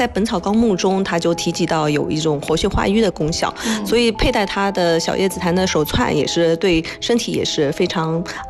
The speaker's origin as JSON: {"language": "Chinese", "region": "Shanghai", "country": "China", "said": "我是上海人啊。其实我是上海青浦啊，也是当地我这个练塘人啊。"}